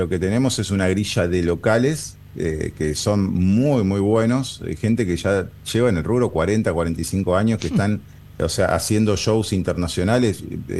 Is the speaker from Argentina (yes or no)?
yes; Rosario, Santa Fe, Argentina; moved away; also born or lived in Buenos Aires; yo soy de Rosario y tuve que irme a vivir a Buenos Aires para poder estudiar.